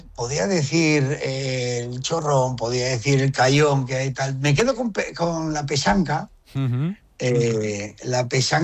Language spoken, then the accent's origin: Spanish; La Collada, Asturias, Spain; arriba a La Collada, que ves Picos de Europa, que ves el Sueve, pero no quiero que vayan, porque es mi pueblo.